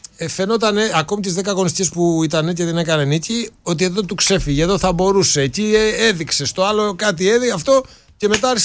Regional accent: Macedonia, Greece; Εμείς όταν λέμε, εμείς δηλαδή, υπερήφανοι οι Μακεδόνες.

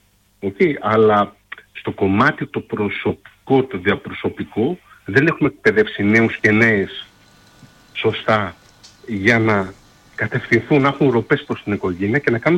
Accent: Greece; Φταίμε εμείς, σαν Έλληνες, σαν λαούς.

